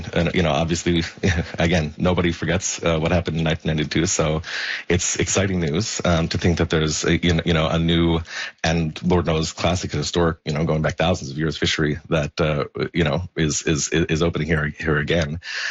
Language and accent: English; Torres Cove, Newfoundland and Labrador, Canada; I grew up in Torres Cove, which is a little village on the southern shore of the island.